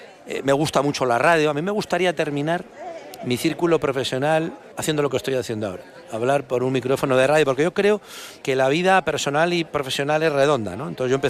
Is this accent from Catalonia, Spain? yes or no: no; Bilbao, Basque Country, Spain; born there; porque mis padres son de Sodupe, todos me conocen de Sodupe, aunque yo soy nacido en Bilbao